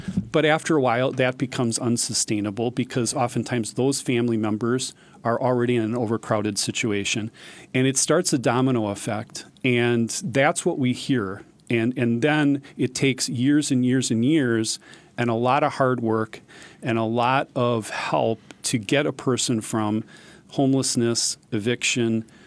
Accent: Brookfield, Wisconsin, United States; So I grew up in Brookfield. I grew up in a home that my parents built in 1960.

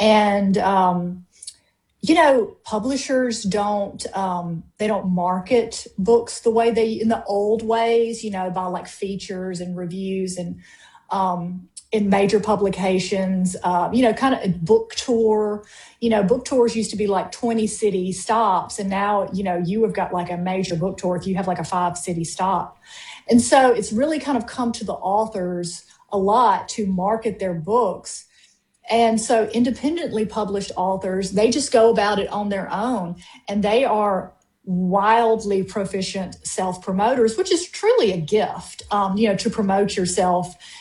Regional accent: Mississippi, United States; I often joke sometimes that it's, you know, I'm from the Mississippi Delta. There's not a whole lot to do.

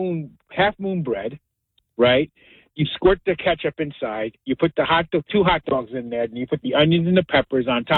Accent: The Oranges, New Jersey, United States; How you doing? I grew up in the Oranges. Nothing beats a good

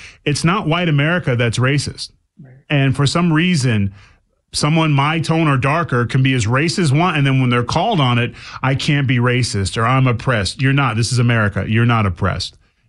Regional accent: California, United States; I grew up in California. I won't bring my family to California anymore.

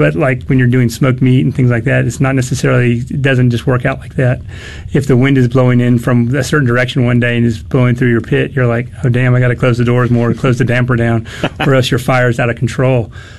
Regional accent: California, United States; born or raised there

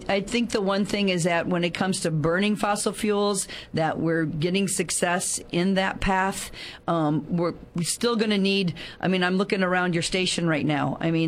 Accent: San Luis Obispo, California, United States; afterwards, somebody found out I was from San Luis Obispo

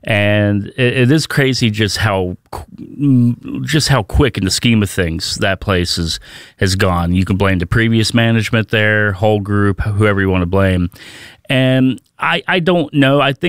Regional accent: St. Marys, West Virginia, United States; Well, I come from St. Mary's, West Virginia.

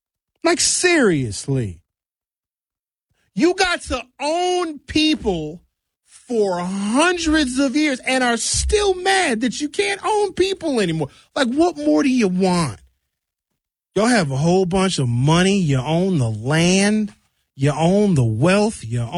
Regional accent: Milwaukee, Wisconsin, United States; I'm not African. I'm American. I'm from Milwaukee.

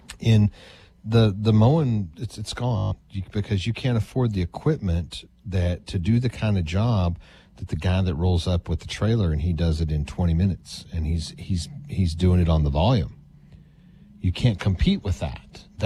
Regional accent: Odessa, Texas, United States; When we grew up in Odessa, Texas

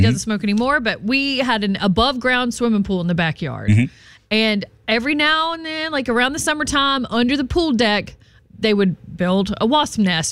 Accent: the South, United States; accent: Southern country; You always, even me, losing a lot of my country accent when I went through radio school, mm-hmm. I still got it in me.

